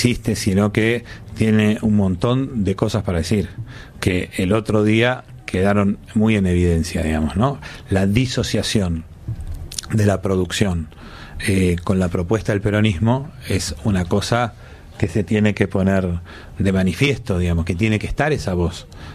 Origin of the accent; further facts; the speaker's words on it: Buenos Aires metropolitan area, Argentina; Los que somos del AMBA